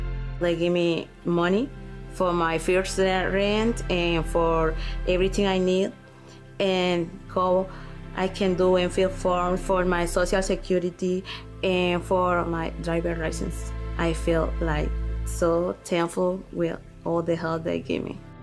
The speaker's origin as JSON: {"language": "English", "town": "Soyapango", "region": "San Salvador", "country": "El Salvador", "tie": "born or raised there", "second_language": "English", "lives_now": "United States", "said": "I was born in El Salvador, so I'm Salvadorian. I grew up in a city, the name is Soyapango. It's the most dangerous city in El Salvador."}